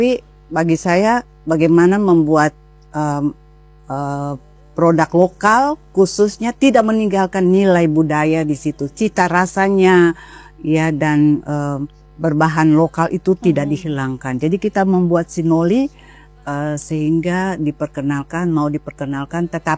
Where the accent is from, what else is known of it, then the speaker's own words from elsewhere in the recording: Maluku, Indonesia; Sebagai orang Maluku